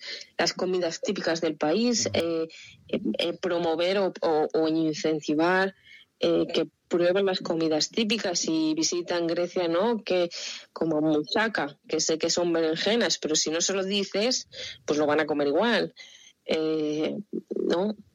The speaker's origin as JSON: {"language": "Spanish", "town": "Valladolid", "region": "Castile and León", "country": "Spain", "said": "yo siendo vallisoletana, pero vallisoletana de las Bordes, de pura raza, soy fan de la Catedral de León."}